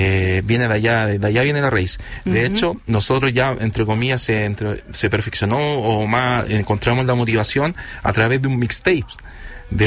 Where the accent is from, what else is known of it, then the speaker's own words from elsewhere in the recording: San Bernardo, Santiago Metropolitan, Chile; San Bernardo.